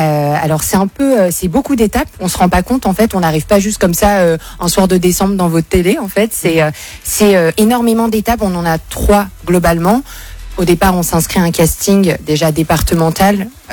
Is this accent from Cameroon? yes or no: no; Île-de-France, France; J'ai 24 ans, je viens du département des Hauts-de-Seine et je suis Miss Île-de-France 2026.